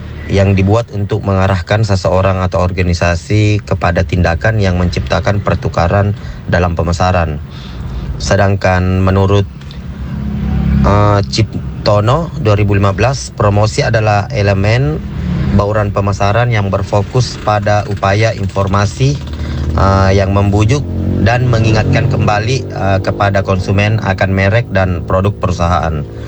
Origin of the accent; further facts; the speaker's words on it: South Sulawesi, Indonesia; now in Manokwari, Indonesia; lahir dan besar di Kabupaten Sopeng. Saat ini saya berdomisili di Manokwari